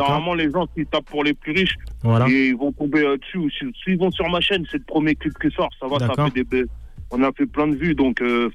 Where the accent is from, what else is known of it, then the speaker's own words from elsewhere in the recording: Senegal; moi, chez moi, au Sénégal